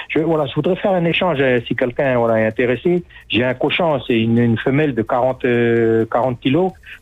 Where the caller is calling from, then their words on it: South Province, New Caledonia; moi, je suis sur Mondon.